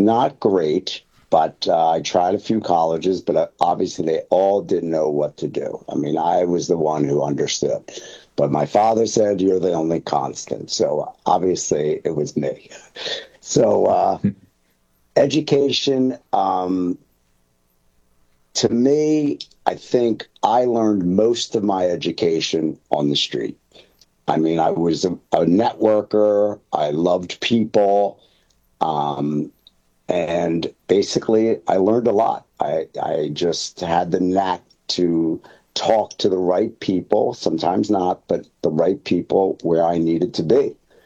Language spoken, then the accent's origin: English; Philadelphia, Pennsylvania, United States; But anyway, I'm from Philadelphia. That's where I'm originally from.